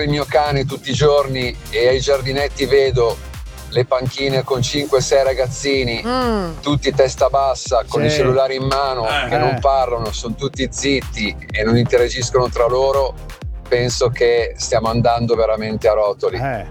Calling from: Milan, Lombardy, Italy; Sono da Milano, 1970, quindi 55 anni.

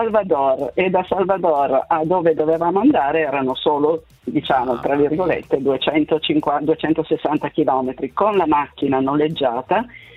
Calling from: Turin, Piedmont, Italy; Da Torino.

